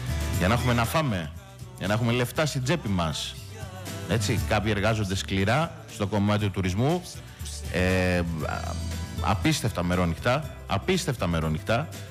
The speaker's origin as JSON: {"language": "Greek", "town": "Rhodes", "region": "South Aegean", "country": "Greece", "said": "εμείς που είμαστε από τη Ρόδο"}